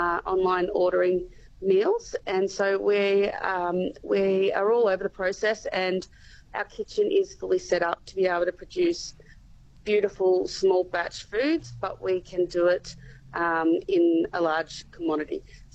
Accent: Corowa, New South Wales, Australia; now in Rutherglen, Australia; Yes, I am. I grew up in Corowa and live in Rather Glen and have done for about 15 years or so.

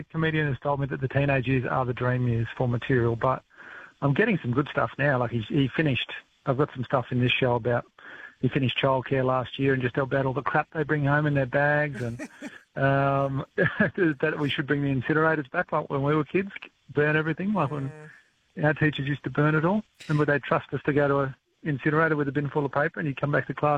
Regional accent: Batemans Bay, New South Wales, Australia; moved away; also born or lived in Canberra; born and raised in Batemans Bay.

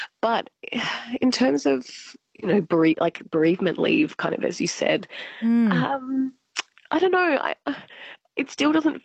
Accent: Albury, New South Wales, Australia; In Albury Wodonga, so I'm from Albury.

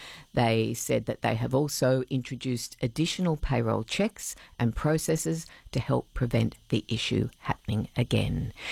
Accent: Sydney, New South Wales, Australia; I grew up, even though I've got deep roots in Queensland and we were here often, I grew up in Sydney

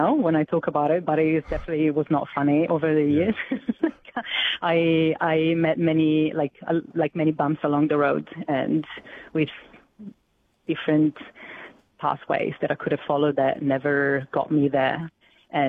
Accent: Italy; moved away as an adult; now in Australia; I'm already a midwife in my country. I come from Italy.

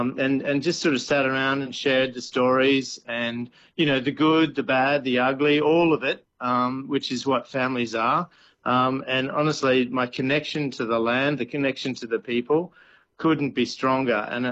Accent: Australia

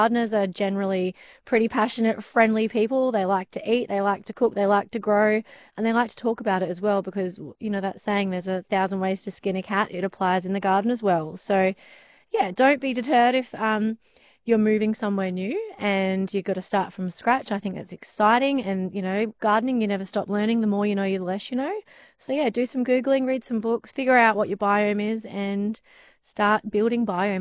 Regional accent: Queensland, Australia; now in United States; for me, I'm from Queensland, but now I live here in the Midwest, and in Queensland it rains a lot.

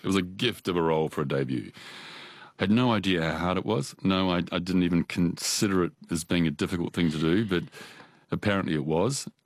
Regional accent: Christchurch, Canterbury, New Zealand; because I was from Christchurch, and he's very wooden on stage.

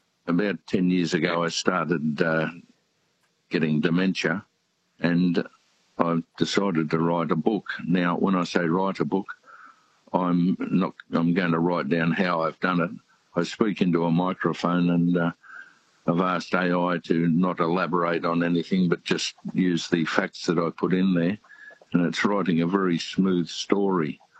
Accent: New Zealand; born there; why I was born in New Zealand and things like that.

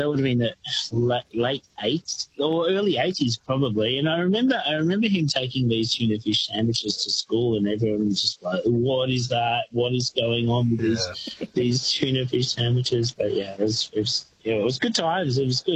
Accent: Melbourne, Victoria, Australia; I grew up in the Western Suburbs and Melbourne, early 80s

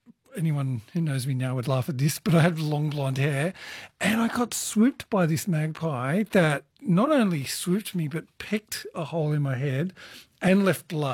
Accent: Muswellbrook, New South Wales, Australia; So I grew up in Musselbrook

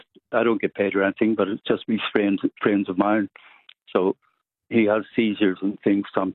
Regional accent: United Kingdom; It's only because people think I'm Irish, but the Southern Irish talk very different from us. And Northern Irish, so when you say Union Jack, let them know we're a British old chap.

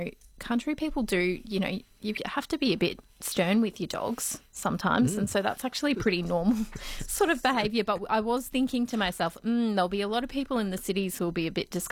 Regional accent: New South Wales, Australia; I'm actually from Barnaby's electorate. Well, his old electorate anyway.

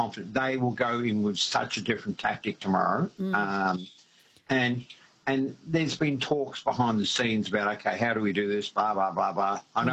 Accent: Ferntree Gully, Victoria, Australia; I'm born and bred. I was born and bred in Ferntree Gully, right?

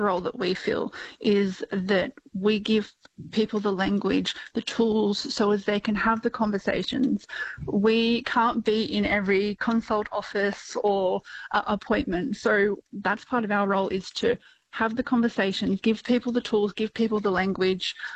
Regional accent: Orange, New South Wales, Australia; I grew up in Orange as a regional queer kid.

